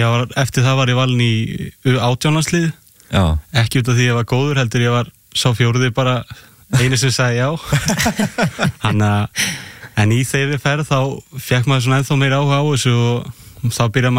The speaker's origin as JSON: {"language": "Icelandic", "town": "Grindavík", "region": "Southern Peninsula", "country": "Iceland"}